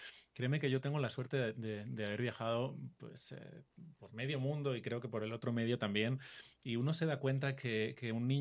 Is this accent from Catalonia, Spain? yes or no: yes; Barcelona, Catalonia, Spain; now in Colombia; Yo soy español, de Barcelona